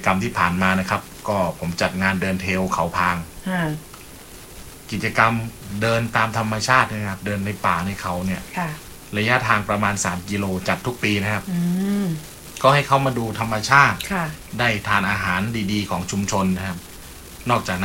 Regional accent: Roi Et, Thailand; เดิมคนร้อยเอ็ดครับผมคนอีสาน

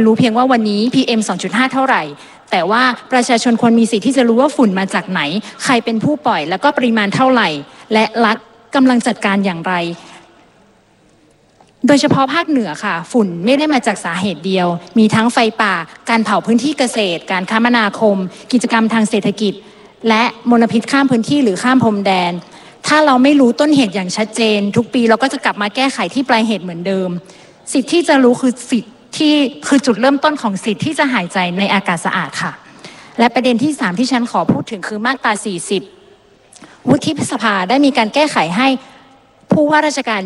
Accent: Phrao, Chiang Mai, Thailand; พื้นที่ที่ดิฉันเป็นตัวแทนและเป็นบ้านเกิดของดิฉันเองคืออำเภอพร้าว

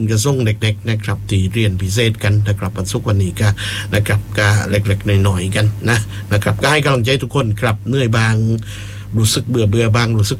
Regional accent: Phuket, Thailand

